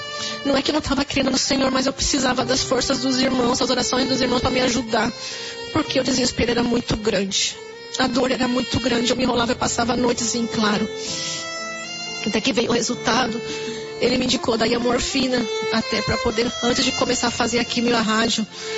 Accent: Joinville, Santa Catarina, Brazil; eu sou de Joinville, Santa Catari

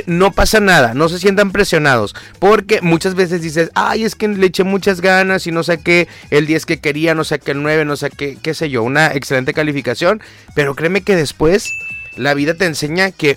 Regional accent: Mexico

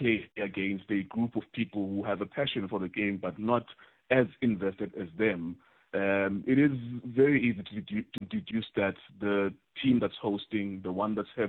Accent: South Africa; I'm a South African.

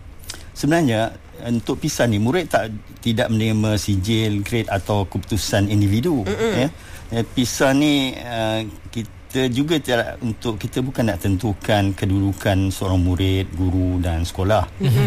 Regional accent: Malacca, Malaysia; Saya asal Melaka.

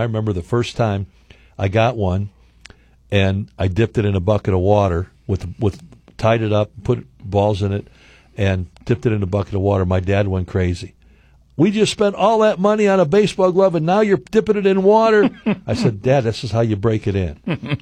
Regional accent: Chicago, Illinois, United States; Growing up in the Chicago area

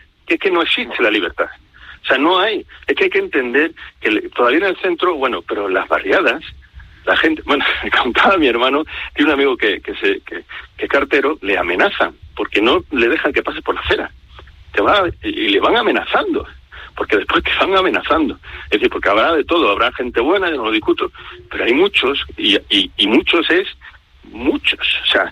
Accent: Ceuta, Spain; Para una ciudad leal, leal a España, porque es leal, porque allí somos españoles

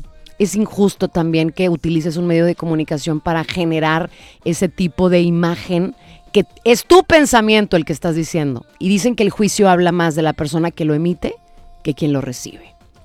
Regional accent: Mexico; soy una mexicana

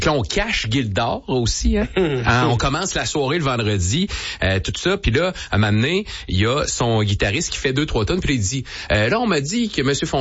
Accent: Rigaud, Quebec, Canada; Ben, je le connais bien, je viens aussi de Rigaud.

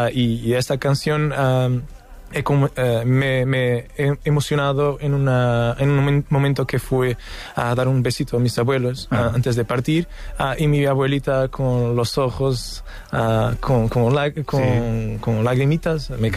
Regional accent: Portimão, Algarve, Portugal; Spanish is a second language; moved away as an adult; also born or lived in Lisbon, Portugal / England, United Kingdom; En Portugal es muy complicado ser artista en sur de Portugal. Yo soy de Portimão. Y para hacer lo que quiero tuve que ir para Lisboa.

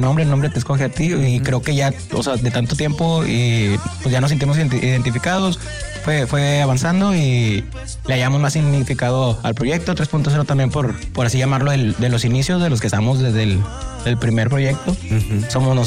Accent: Monterrey, Nuevo León, Mexico; Somos sí, regios totalmente.

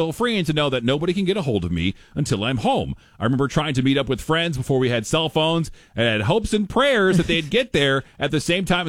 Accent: St. Louis, Missouri, United States; But where I grew up in St. Louis, not a huge cab city.

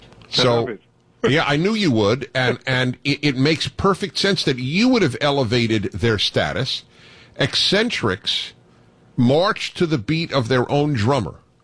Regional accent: United States; I grew up in the United States

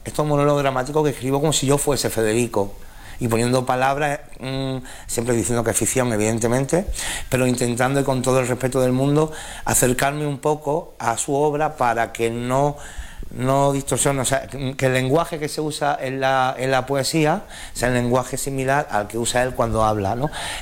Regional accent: San Juan, Andalusia, Spain; now in Linares, Spain; Yo soy de San Juan, vivo en Linares, tenemos el acento que tenemos y tenemos el habla que tenemos

